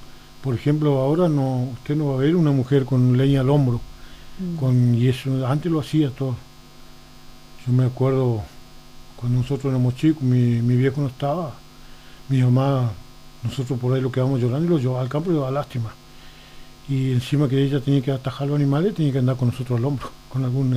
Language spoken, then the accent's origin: Spanish; Argentina; moved away; Yo nací de Villa Yanquín arriba, ahí... Arriba tengo mi hermano todavía, donde nacimos, donde estaba mi padre, mi madre.